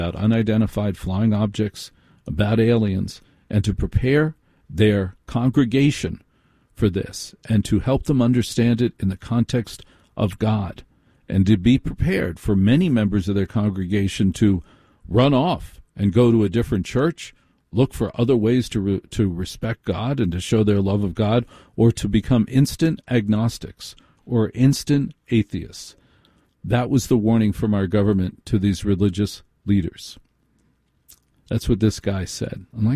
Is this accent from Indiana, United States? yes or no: no; Maplewood, New Jersey, United States; I grew up in Maplewood, New Jersey.